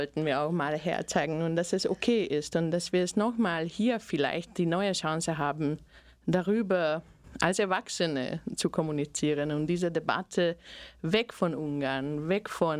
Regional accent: Slovakia; now in Austria

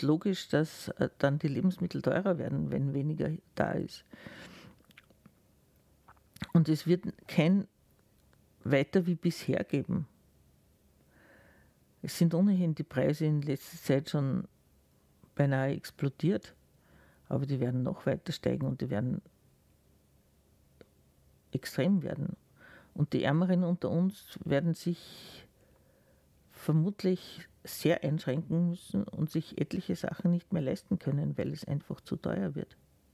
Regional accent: Salzburg, Austria; es ist in ganz Österreich so und im Osten sogar noch schlimmer als bei uns in Salzburg.

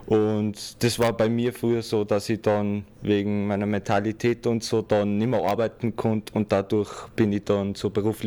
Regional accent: Mondsee, Upper Austria, Austria; Ich komme zum Beispiel aus Mondsee und ich muss dann wieder extra dafür zahlen, dass ich dann zu mir heimkomme.

